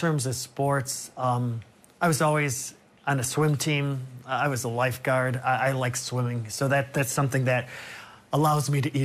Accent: Chicago, Illinois, United States; now in New York, United States; I come from Chicago, where deep dish and stuffed pizza and all that.

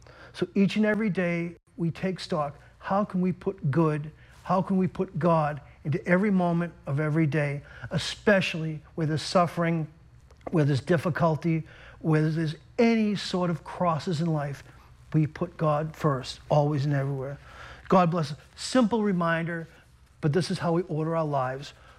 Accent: Belmont, Massachusetts, United States; my home over in Belmont, growing up

